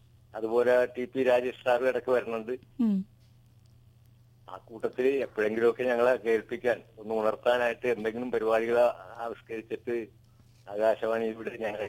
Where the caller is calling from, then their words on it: Kochi, Kerala, India; ആ പള്ളുരുത്തിയിൽ നിന്ന് … വിളിക്കുന്നത്.